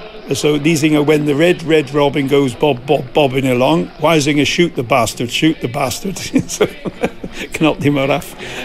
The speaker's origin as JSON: {"language": "Dutch", "region": "England", "country": "United Kingdom", "second_language": "Dutch", "said": "Bijvoorbeeld, Engelsen zeggen, ik ben Engelsen, maar mijn familie komen uit Wales."}